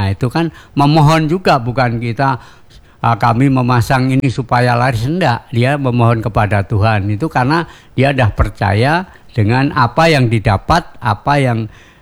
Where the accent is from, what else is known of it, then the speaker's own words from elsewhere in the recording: Java, Indonesia; born there; moved away; also born or lived in Yogyakarta / Surakarta; pada waktu kecil kami masih di Jogja atau masih di Solo